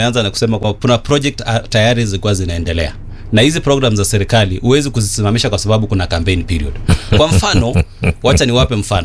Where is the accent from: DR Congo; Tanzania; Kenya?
Kenya; Nyamira County; Mimi na mahali ninatoka pale North Mugirango.